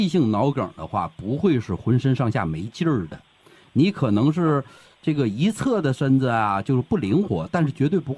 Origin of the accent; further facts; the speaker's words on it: Northeast China, China; accent: Northeast Chinese; 就是我按我们东北话讲就是脸开始胖了